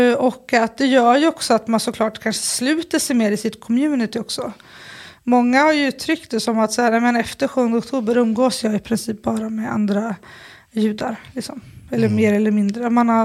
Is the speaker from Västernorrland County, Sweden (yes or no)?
yes; Sundsvall, Västernorrland County, Sweden; Jag är uppvuxen i Sundsvall.